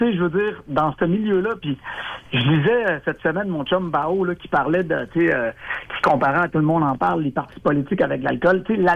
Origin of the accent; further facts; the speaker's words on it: Quebec City, Quebec, Canada; now in Saguenay, Canada; C'est nous autres, on vient de Québec. Fait qu'on, on est entre les deux.